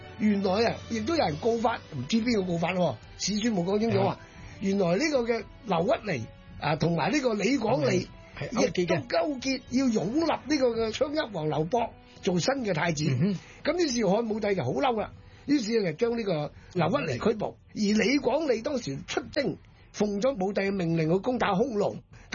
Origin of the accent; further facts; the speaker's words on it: Guangdong, China; 我哋广东人都成日讲噶